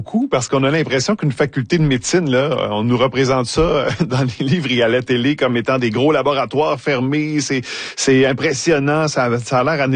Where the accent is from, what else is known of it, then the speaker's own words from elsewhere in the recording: Quebec, Canada; chez nous en Abitibi-Témiscamingue.